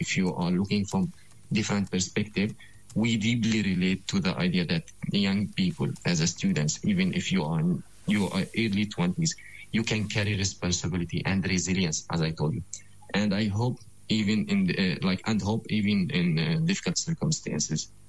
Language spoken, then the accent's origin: English; Gaza, Gaza Strip, Palestine; moved away; I'm from Gaza